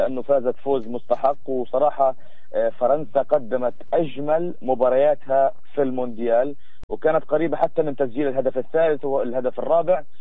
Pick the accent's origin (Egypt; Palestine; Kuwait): Palestine; علينا كفلسطينيين